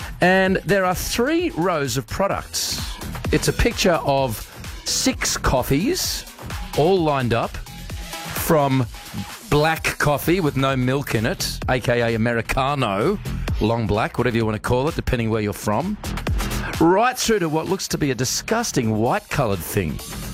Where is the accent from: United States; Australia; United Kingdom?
Australia; I'm an Australian.